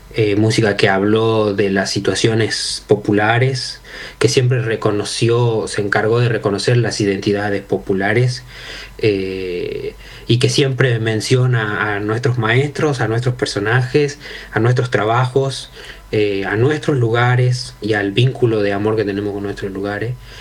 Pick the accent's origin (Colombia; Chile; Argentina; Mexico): Argentina; somos argentinos